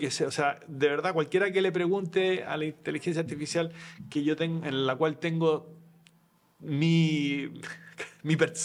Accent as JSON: {"language": "Spanish", "country": "Chile", "accent": "Chilean", "said": "estoy hablando como chileno"}